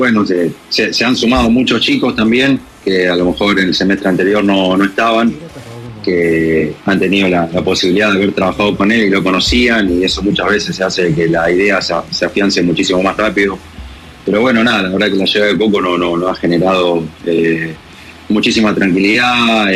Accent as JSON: {"language": "Spanish", "town": "Rosario", "region": "Santa Fe", "country": "Argentina", "moved": "yes", "said": "yo soy de Rosario y me llevaron a San Lorenzo"}